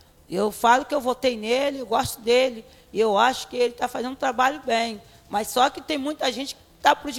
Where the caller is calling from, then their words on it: Cabo Frio, Rio de Janeiro, Brazil; a minha terra é aqui